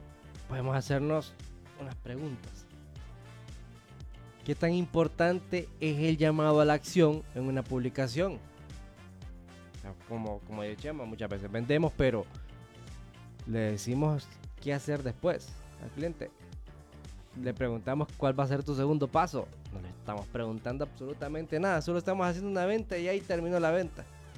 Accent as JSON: {"language": "Spanish", "country": "Honduras", "said": "Si ya nos conocemos como somos los hondureños."}